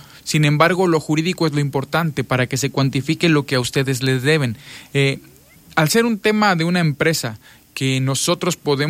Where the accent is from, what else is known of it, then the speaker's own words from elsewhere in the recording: Mexico; somos los mexicanos